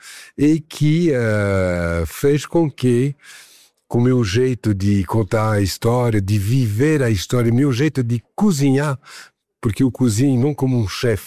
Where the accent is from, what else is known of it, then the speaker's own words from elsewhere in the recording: Paris, Île-de-France, France; Portuguese is a second language; moved away as an adult; now in São Paulo, Brazil; lá na minha cidade natal, que é Paris, em 2008, eu decidi trazer esse conceito aqui